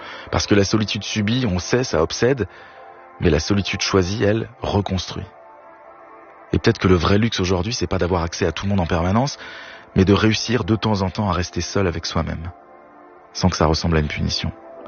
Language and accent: French; Switzerland; L'autre soir, j'étais chez moi, en Suisse, avec ma famille.